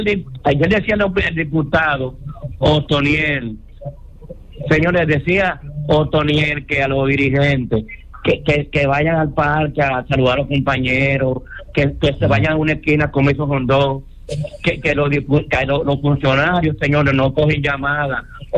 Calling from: San Cristóbal, Dominican Republic

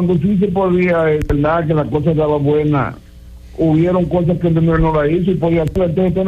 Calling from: Barahona, Dominican Republic; de Barahona.

